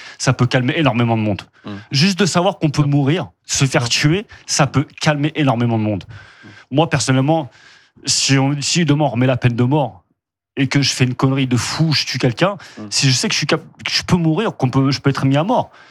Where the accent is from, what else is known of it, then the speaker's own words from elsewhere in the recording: Rouen, Normandy, France; Moi, j'ai grandi en banlieue. J'ai grandi à la Grand-Mare, les sapins sur les Hauts-de-Rouen.